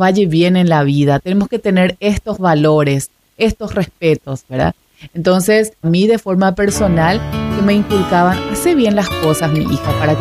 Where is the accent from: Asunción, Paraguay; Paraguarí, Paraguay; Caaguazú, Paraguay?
Asunción, Paraguay; now in Filadelfia, Paraguay; Nací en Asunción.